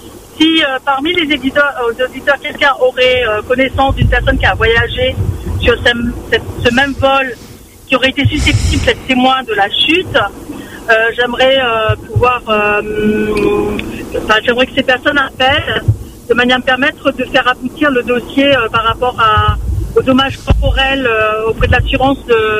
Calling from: Réunion; Moi, je suis à La Réunion

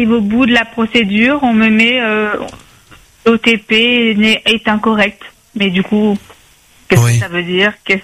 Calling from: Saint-Joseph, Réunion; J'habite à Saint-Joseph.

